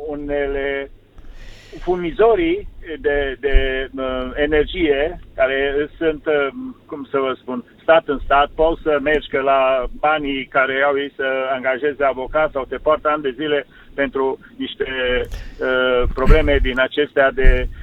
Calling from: Cluj-Napoca, Cluj County, Romania; Bună ziua, Viorel, sunt din Cluj.

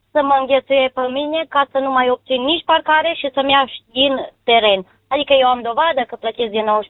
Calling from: Borșa, Maramureș County, Romania; din Borșa Maramureș.

